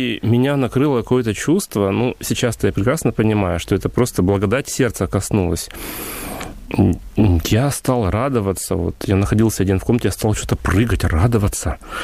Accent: Yuzhno-Sakhalinsk, Sakhalin Oblast, Russia; moved away; Я родился на острове Сахалин, Дальний Восток, в городе Южно-Сахалинске, 50 лет назад. Поэтому у меня абсолютно такое же советское прошлое, как у большинства наших людей моего возраста, скажем так.

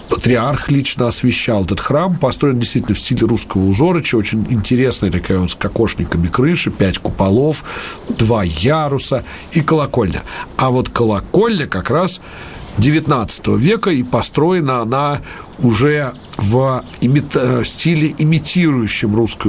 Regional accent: Moscow, Russia; мы, москвичи

